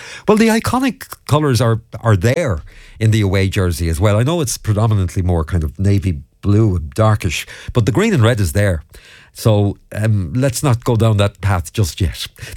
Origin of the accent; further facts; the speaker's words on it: Scotland, United Kingdom; By the way, I'm Scottish.